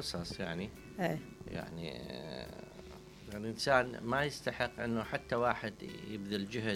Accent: Iraq; فهنالك حكم وأمثال كثيرة عندنا بالعراق وأيضا الوطن العربي

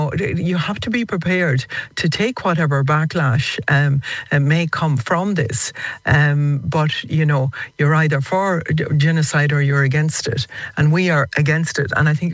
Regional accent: Ireland; we have to stand up as an Irish nation.

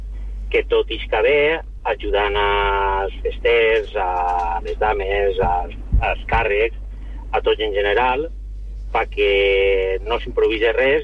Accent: Albaida, Valencian Community, Spain; I després l'entrada de molts cristians en Albaida, pues, home, no és perquè sigui el meu poble, però crec que es fa i ho fem una entrada molt més que a ser.

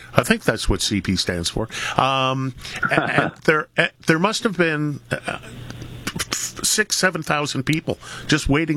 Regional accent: Toronto, Ontario, Canada; moved away; Now, I don't live in Toronto. I mean, that's my hometown. I haven't lived there in a million years

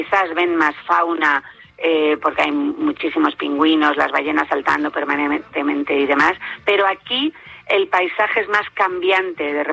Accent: Spain

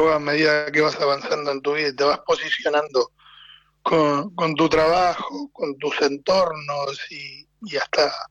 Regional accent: Rosario, Santa Fe, Argentina; moved away; Y santafesino.

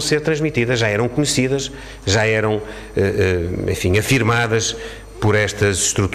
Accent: Portugal; Apenas me parece, como cidadão, como português e como primeiro-ministro, que todos temos uma responsabilidade

